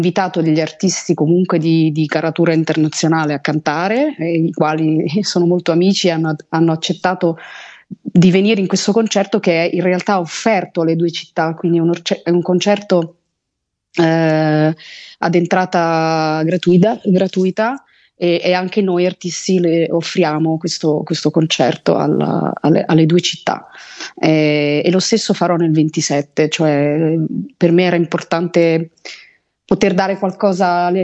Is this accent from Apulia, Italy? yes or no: no; Rome, Lazio, Italy; moved away as an adult; also born or lived in New York / Vienna; now in London, United Kingdom; io mi ritengo profondamente italiana perché sono nata e cresciuta a Roma e ho studiato al Conservatorio di Santa Cecilia, quindi io fino a 19 anni e mezzo sono stata veramente formata in Italia